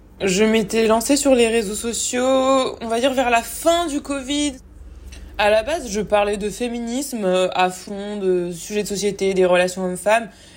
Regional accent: La Rochelle, Nouvelle-Aquitaine, France; also born or lived in Évry / China; Je suis née à Évry et ensuite j'étais à La Rochelle. J'ai aussi grandi une partie de ma vie en Chine quand j'étais petite en école primaire pendant 4 ans.

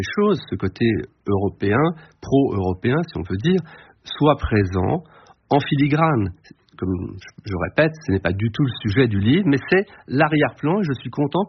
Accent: Brussels, Brussels-Capital Region, Belgium; le Bruxelles de mon enfance, le Bruxelles où je vis à Bruxelles maintenant

